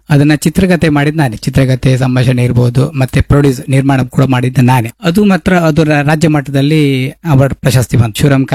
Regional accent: Kundapura, Karnataka, India; accent: Kundapura Kannada; ನಮ್ಮ ಕುಂದಾಪುರ ಭಾಷೆಯಲ್ಲಿ ತುಂಬಾ ಸಿನಿಮಾ ಬಂದಿದೆ

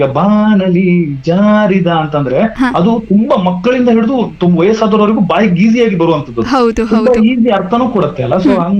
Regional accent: Thirthahalli, Karnataka, India; born there; ನಾನೇ ನಮ್ಮೂರಲ್ಲೇ ಶೂಟ್ ಮಾಡಿದ್ದು, ಅದು ತೀರ್ಥಹಳ್ಳಿ ಸುತ್ತಮುತ್ತಲೇ ಶೂಟ್ ಮಾಡಿದ್ದು.

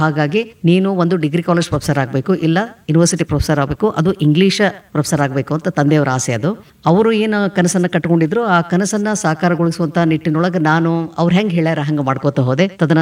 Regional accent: Shiggaon, Karnataka, India; ನಾನು ಹುಟ್ಟಿದ್ದು ಅದೇ ಶಿಗ್ಗಾವಿ ಒಳಗೆ, ನಮ್ಮ ತಾಯಿಯ ತವರೂರು ರೀ ಅದು.

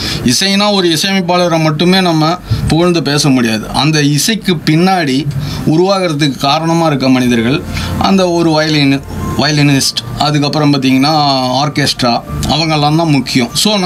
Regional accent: Chinna Kollapatti, Tamil Nadu, India; என்னோட ஊர் வந்து சின்ன கொல்லப்பட்டி, அடிவாரம் ஏற்காடு செல்லும் வழியில நான் பிறந்து வளர்ந்தேன்.

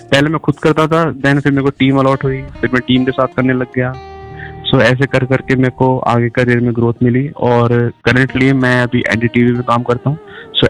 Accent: Faridabad, Haryana, India; और मैं फरीदाबाद का रहने वाला हूँ और मैं पिछले 7 साल से अपने मीडिया फील्ड में काम कर रहा हूँ।

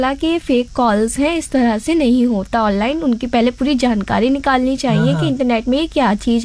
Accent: Moradabad, Uttar Pradesh, India; मुरादाबाद से। मैं काशीराम की रहने वाली हूँ।

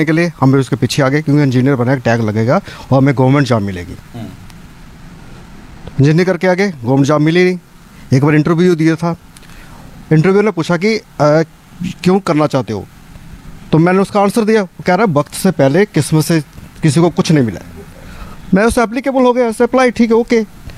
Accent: Jammu and Kashmir, India; मैं जम्मू कश्मीर से बिलोंग करता हूँ

